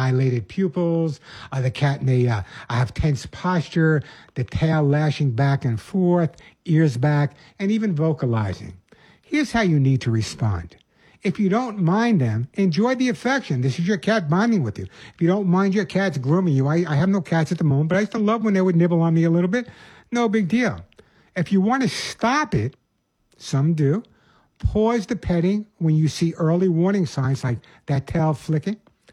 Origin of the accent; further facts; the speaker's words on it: Oceanside, New York, United States; also born or lived in Bronx / Queens; now in Santa Monica, United States; I was born in the Bronx, grew up part of my life in Queens and Rockaway Beach, and then most of my time on Long Island in Oceanside.